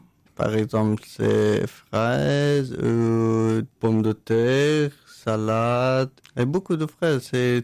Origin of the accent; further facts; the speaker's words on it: Kabul, Afghanistan; French is a second language; now in France; Je viens d'Afghanistan et de la capitale de Kaboul.